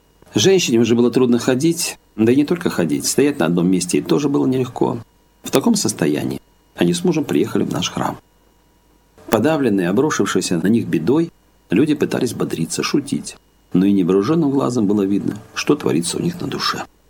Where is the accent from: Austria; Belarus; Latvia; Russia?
Belarus; moved away; Узнав, что я из Беларуси